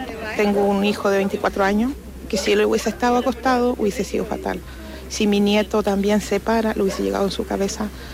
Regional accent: Ñuñoa, Santiago Metropolitan Region, Chile; yo soy nacida y criada acá en Ñuñoa

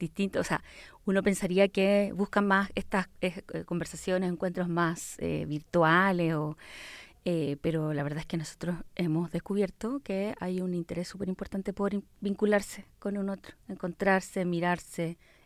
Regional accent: Valparaíso, Chile; soy trabajadora social de Valparaíso originaria, estudié en la Universidad de Valparaíso

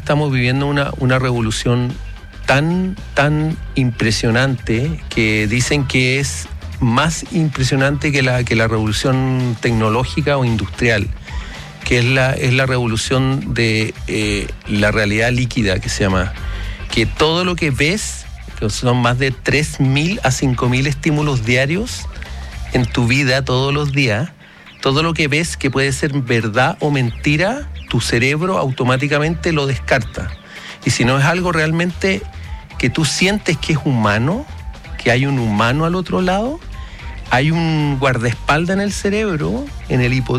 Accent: Viña del Mar, Valparaíso, Chile; yo soy de Viña, ¿cachai?

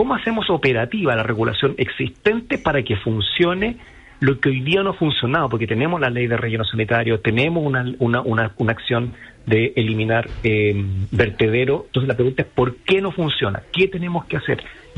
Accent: Iquique, Tarapacá, Chile; Lo del desierto es simplemente porque se inició en la zona norte con el recorte de inventario, y así nació, pues yo soy de Iquique, digamos

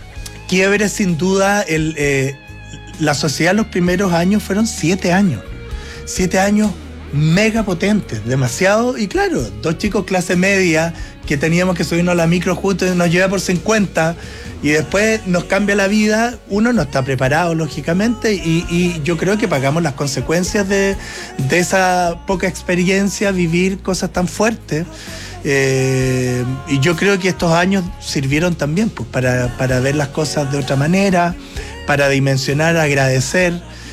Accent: Valdivia, Los Ríos, Chile; Pucha, imagínate, yo vengo llegando hoy día de mi tierra. Claro que sí, no es fácil, no hay muchos lugares en Valdivia.

